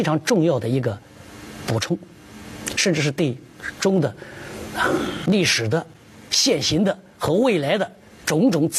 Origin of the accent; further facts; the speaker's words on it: southern China, China; moved away as an adult; also born or lived in Qinghai; 那我南方人，我吃馒头不习惯